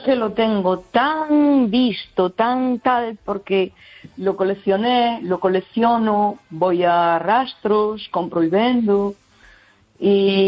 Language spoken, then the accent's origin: Spanish; Galicia, Spain